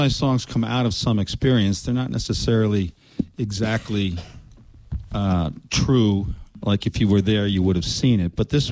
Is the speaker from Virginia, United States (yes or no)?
no; New Jersey, United States; also born or lived in New York City; I was born in New York City, and I grew up outside of New York City, and I lived in northern New Jersey until I was in high school, and then I went away to school and lived a bunch of places